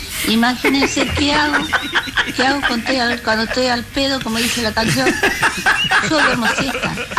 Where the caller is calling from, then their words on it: Salta, Argentina; no somos santiagueños, somos bien salteños.